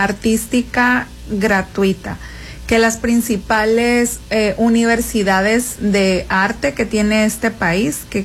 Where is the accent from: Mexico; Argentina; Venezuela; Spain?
Mexico; Sinaloa; porque hay más jóvenes que se están enfocando como a crear y contar también otras narrativas de lo que somos los sinaloenses.